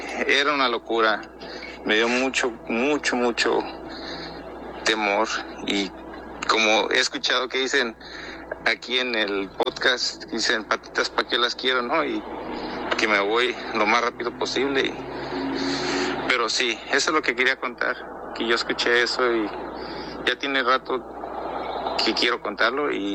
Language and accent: Spanish; Morelos, Mexico; now in Arizona, United States; soy de Arizona, originalmente de Morelos.